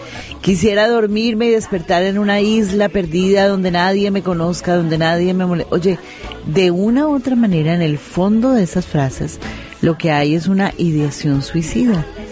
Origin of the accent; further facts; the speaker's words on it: Colombia; moved away; Yo como colombiana